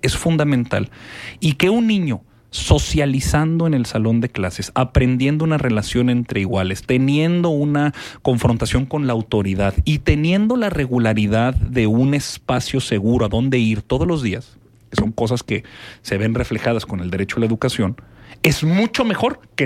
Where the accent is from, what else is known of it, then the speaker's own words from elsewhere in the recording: Torreón, Coahuila, Mexico; Soy diputado de Morena. Soy de Torreón. Vivo en Torreón. Me acabo de casar. Fundé mi familia en Torreón. Quiero que mis hijos crezcan en Torreón.